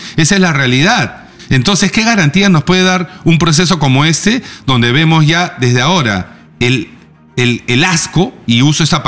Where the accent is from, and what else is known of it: Peru